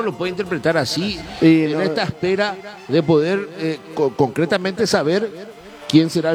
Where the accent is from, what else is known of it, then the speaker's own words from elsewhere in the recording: Asunción, Paraguay; now in Lambaré, Paraguay; nacido y criado en Asunción. Y después lambareño.